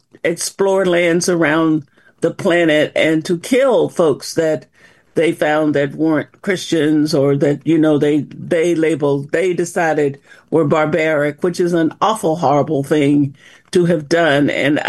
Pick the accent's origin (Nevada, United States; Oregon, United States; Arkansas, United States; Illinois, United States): Arkansas, United States; El Dorado; moved away as an adult; also born or lived in California / Georgia; Well, you know, I was born in El Dorado, Arkansas. I lived in Arkansas until I was 18, left there